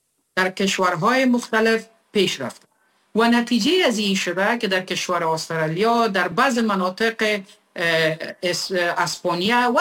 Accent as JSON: {"language": "Persian", "country": "Afghanistan", "said": "ما افغان هستم"}